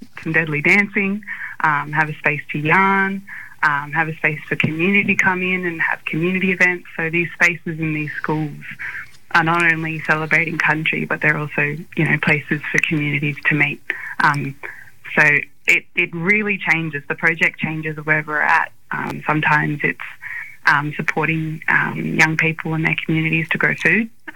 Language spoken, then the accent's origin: English; Wollongong, New South Wales, Australia; I grew up on Darawal country in Wollongong here.